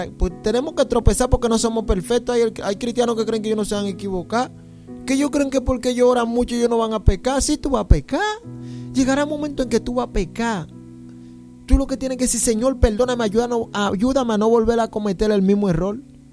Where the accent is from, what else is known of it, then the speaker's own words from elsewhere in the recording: San Juan de la Maguana, San Juan, Dominican Republic; born there; dejarme nacer en donde yo nací. Un campo por ahí de San Juan, República Dominicana, no San Juan, Puerto Rico, en San Juan de la Maguana, para allá, para Santo Domingo